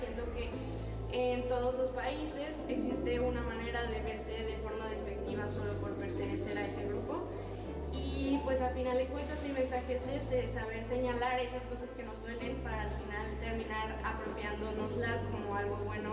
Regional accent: Mexico; now in Madrid, Spain; mujer, como mexicana, como ser humano que transita en estos espacios, sobre todo Madrid y mi país, ¿no?

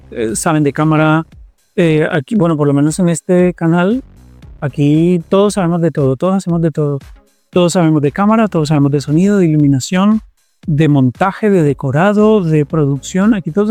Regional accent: Bogotá, Bogotá D.C., Colombia; also born or lived in Barranquilla; Bueno, yo me he criado la mayor parte en Bogotá. Soy nací en Barranquilla, pero me he criado la mayor parte en Bogotá.

